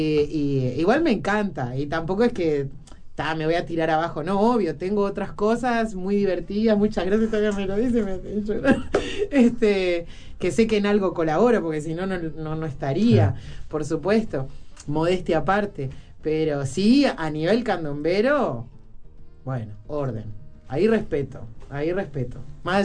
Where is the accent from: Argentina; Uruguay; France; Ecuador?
Uruguay; Montevideo; born there; accent: Fray Bentos (canario); moved away; also born or lived in Fray Bentos, Uruguay; Soy del Jacinto Vera, entonces claro, hay mucho carnaval ahí, mucho tablado, mucho vecino carnavalero, y ahí fui como mamando de costadito otras cosas que en mi familia no, pero en el barrio sí. Y después, bueno, cuando me fui a Fray Bento